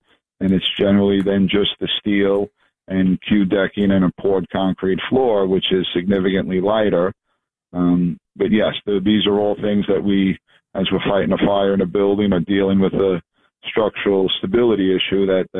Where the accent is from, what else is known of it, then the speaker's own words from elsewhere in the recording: New York, United States; growing up in New York